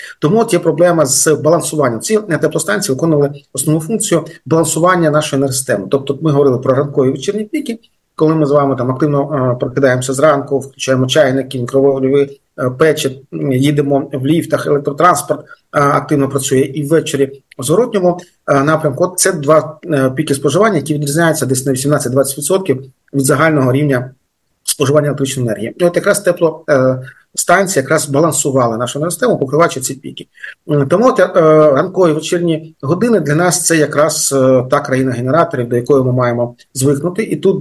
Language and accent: Ukrainian; Kharkiv Oblast, Ukraine; моя рідна Харківщина